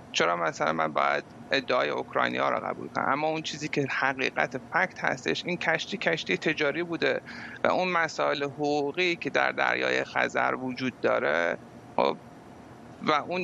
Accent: Iran; moved away; من به عنوان یک ایرانی ها اتفاقا در یک کشور غربی نشستم

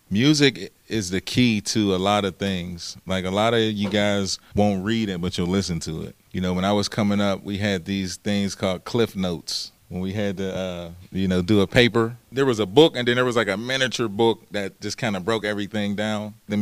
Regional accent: Pittsburgh, Pennsylvania, United States; also born or lived in Wilkinsburg / Homewood / Penn Hills; So I grew up there as well. And then my dad moved to Wilkinsburg. After a while, I moved and lived with him. So you could just technically say that I'm from the east side of Pittsburgh.

